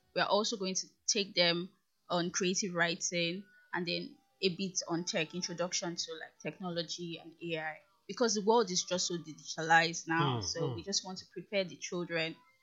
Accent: Lagos, Nigeria; also born or lived in Ebonyi; because I grew up in Ajigule.

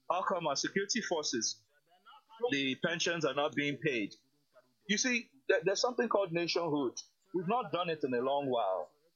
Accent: Nigeria; we as Nigerian citizens

